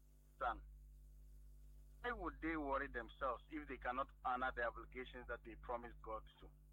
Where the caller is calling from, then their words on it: Accra, Greater Accra, Ghana; I'm calling from Accra.